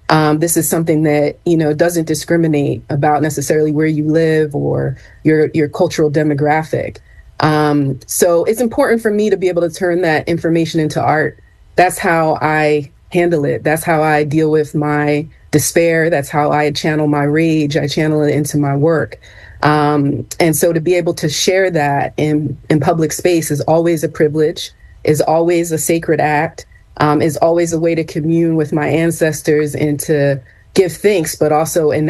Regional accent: Ambler, Pennsylvania, United States; now in Germantown, Philadelphia, United States; I grew up in Ambler, PA, which was once known as the asbestos capital of the world.

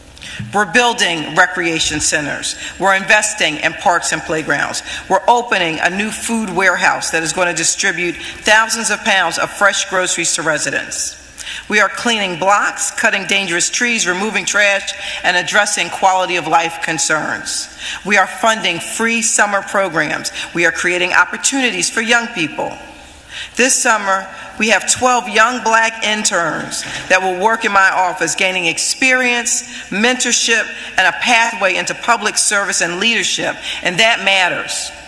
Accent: Philadelphia, Pennsylvania, United States; we've been born and raised here in the city of Philadelphia. I know what it's like to be poor in Philadelphia because I grew up poor in Philadelphia.

